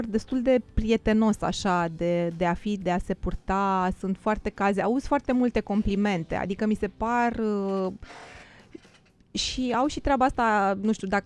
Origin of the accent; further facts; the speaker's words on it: Pitești, Argeș, Romania; Uite, și Diana, sora noastră de dor, până când n-a citit textul meu din carte, nu știa că sunt din Pitești. Pentru că păream destul de bine integrat aici.